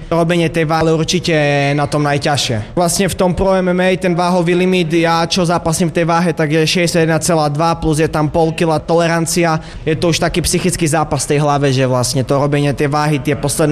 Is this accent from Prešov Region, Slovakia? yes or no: yes; Levoča, Prešov Region, Slovakia; mám 22 rokov, bojujem vo váhe do 61 kg a pochádzam z Levoče.